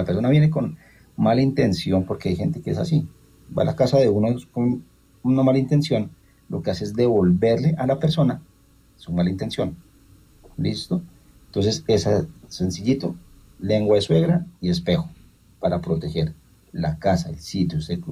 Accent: Colombia; somos, no sé, colombianos, latinos

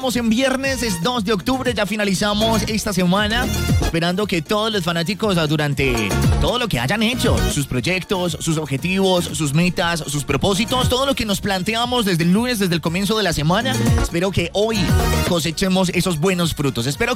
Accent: Bello, Antioquia, Colombia; en el municipio de Bello, mi tierra, mi municipio de Bello

